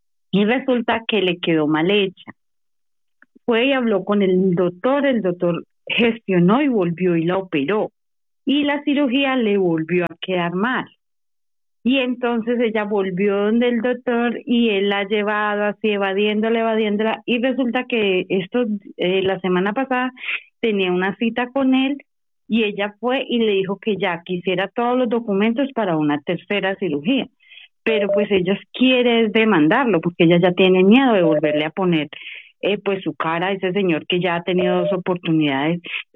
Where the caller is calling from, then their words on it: Madrid, Community of Madrid, Spain; me comunico desde Madrid